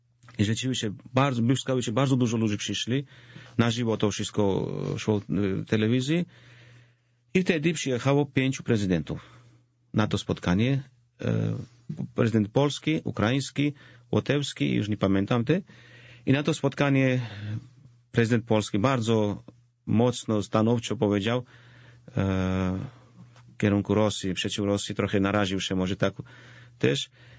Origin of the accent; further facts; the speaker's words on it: Georgia; teraz pracuję i z proboszczem w swojej wiosce rodzinnej.